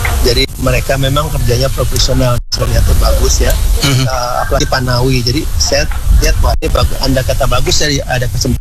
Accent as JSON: {"language": "Indonesian", "town": "Manado", "region": "North Sulawesi", "country": "Indonesia", "said": "Iya betul, kita dari Manado."}